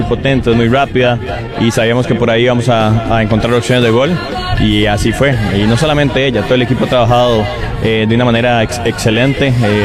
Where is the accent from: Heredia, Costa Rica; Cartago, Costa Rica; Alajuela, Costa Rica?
Alajuela, Costa Rica; Sí, yo soy de Alajuela también, yo todos los días arriba a las 4 de la mañana para salir a trabajar